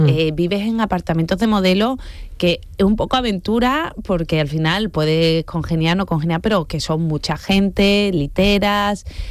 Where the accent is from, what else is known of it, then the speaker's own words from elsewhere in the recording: Spain; yo me centré sobre todo en Milán, que normalmente, siendo española, es como un poquito más la rueda